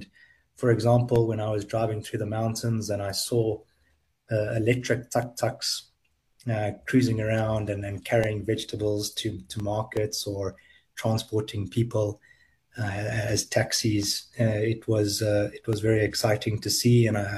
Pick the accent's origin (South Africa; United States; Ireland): South Africa; I told them I was from South Africa